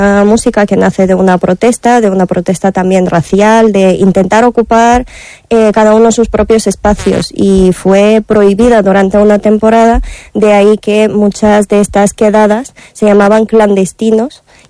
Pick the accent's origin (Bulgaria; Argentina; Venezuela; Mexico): Bulgaria; Sofia, Sofia City; Spanish is a second language; moved away as an adult; also born or lived in Salamanca; now in Burgos, Spain; Yo empecé a bailar pues ya hace 10, 11 años en Sofía, en Bulgaria, que soy oriunda de ahí. Y luego me mudé de España, me mudé a Salamanca